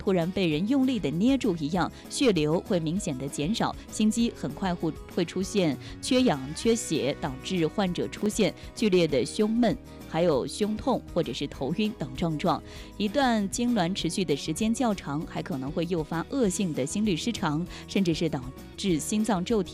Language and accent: Chinese; Inner Mongolia, China; 也是属于我们内蒙古人独有的幸福感。